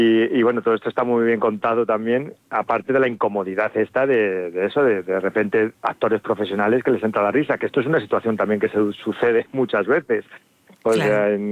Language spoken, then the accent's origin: Spanish; Salamanca, Castile and León, Spain; also born or lived in Valencia; nací en Valencia, pero vamos, me he criado en Salamanca desde pequeño, ¿sabes? Desde el año 1, ¿sabes? Desde el año 2 que tenía mejor, cuando llegué a Salamanca. O sea, que vamos, que soy charro también. Digo también porque, bueno, tengo mi familia valenciana